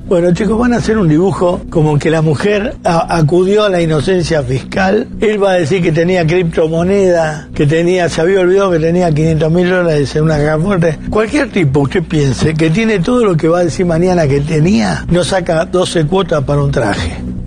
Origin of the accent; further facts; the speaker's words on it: Argentina; Me da mucha bronca como argentino haber esperado hasta mañana